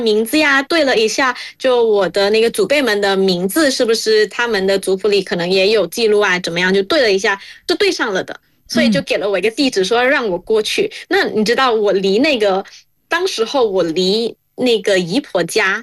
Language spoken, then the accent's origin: Chinese; Malaysia; moved away as an adult; now in Beijing, China; 作为一个土生土长的马来西亚华人